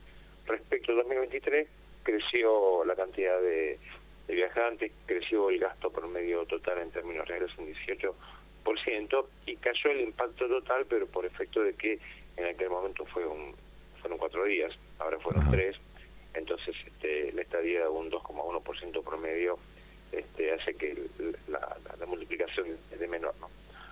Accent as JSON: {"language": "Spanish", "town": "Moreno", "region": "Buenos Aires Province", "country": "Argentina"}